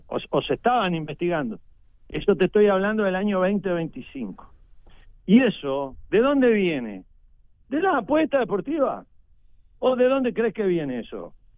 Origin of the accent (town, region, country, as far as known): Uruguay